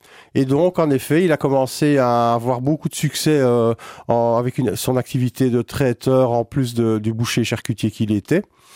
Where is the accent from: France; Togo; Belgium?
Belgium; Seraing, Wallonia; j'ai grandi à Serein, tout à fait. Oui. J'ai grandi au-dessus de la boucherie.